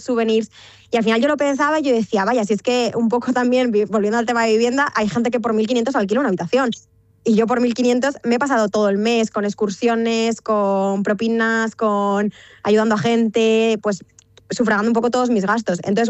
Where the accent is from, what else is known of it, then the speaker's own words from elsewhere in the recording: Cabanillas del Campo, Castilla-La Mancha, Spain; also born or lived in Cortes de Tajuña; yo soy de Guadalajara, pero soy de un pueblo de Guadalajara.